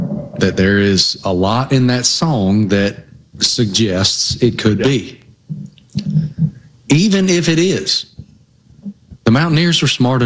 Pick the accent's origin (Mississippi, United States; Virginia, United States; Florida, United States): Virginia, United States; I say, "I grew up in Southwest Virginia," and they go, "Oh," and I'm like, "No, hold on. I grew up in Southwest Virginia, not West Virginia. I grew up 12 miles from the West Virginia line, down 460 towards Rich Creek."